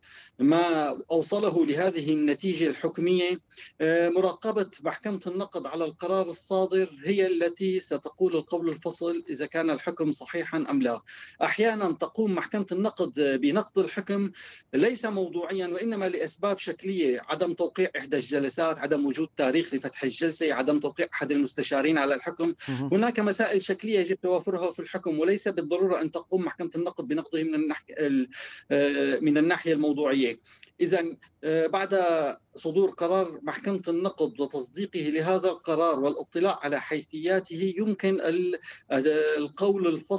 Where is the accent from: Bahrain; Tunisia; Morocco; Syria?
Syria; جميعنا كسوريين